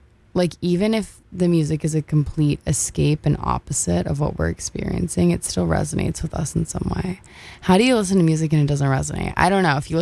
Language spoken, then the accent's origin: English; Midwest, United States; I'm not a country girl. I'm from the Midwest, and I guess there are horses. Like, there are kind of a lot of horses around me.